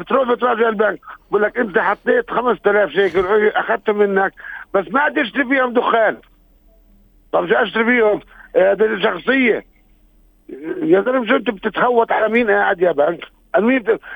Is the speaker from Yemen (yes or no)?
no; Palestine; احنا كشعب فلسطيني وداخل فلسطين